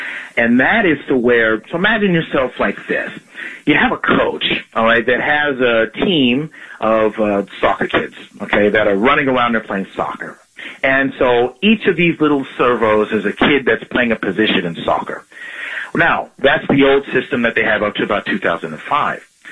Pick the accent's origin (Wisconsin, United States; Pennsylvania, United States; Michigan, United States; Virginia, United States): Michigan, United States; Ann Arbor; born there; also born or lived in Kansas / Texas / Bridgetown, Barbados / Melbourne, Australia; I was born in Ann Arbor, Michigan, and I was raised actually in several states. In Kansas, Texas, and Bridgetown, Barbados, and Melbourne, Australia.